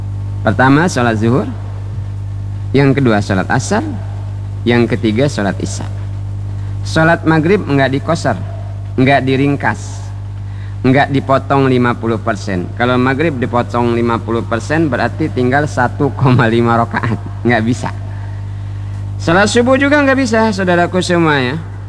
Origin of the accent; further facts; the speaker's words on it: Bangka Belitung Islands, Indonesia; Tapi tidak sebasing gabung, kata kita orang Bangka.